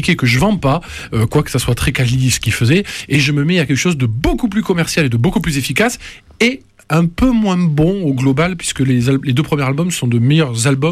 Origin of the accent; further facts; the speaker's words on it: Toulouse, Occitanie, France; Oui, on est Toulousain. Hein, qu'est-ce que tu veux?